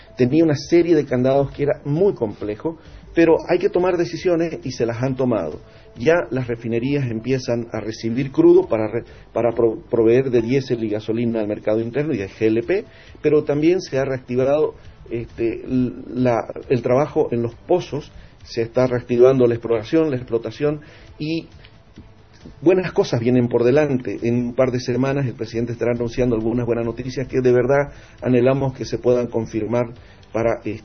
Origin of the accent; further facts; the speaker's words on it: Bolivia; que nos corresponde a todos los bolivianos. No somos los del gobierno, no es el comité cívico, no somos los bolivianos